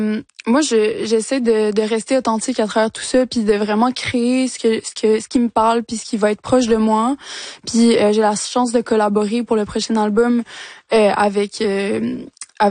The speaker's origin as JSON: {"language": "French", "region": "Quebec", "country": "Canada", "said": "D'une autre part, je pense que en tant que québécoise, c'est pour moi c'est important"}